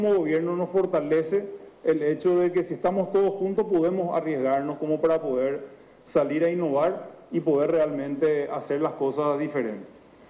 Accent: Paraguay; Tenemos que nosotros mismos como paraguayos

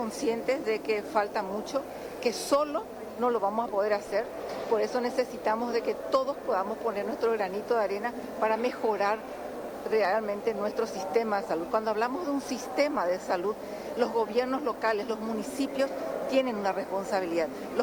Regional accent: Paraguay; uno de los logros muy importantes que tenemos como paraguayos

